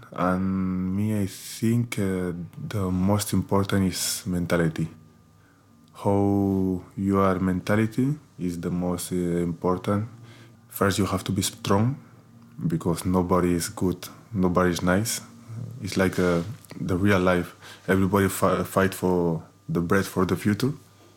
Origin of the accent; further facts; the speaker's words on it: Santa Coloma de Farners, Catalonia, Spain; English is a second language; But I started in my hometown, in Centre de Sport Farnés. And after that I do my next step to my neighbor town called Riu de Arenas.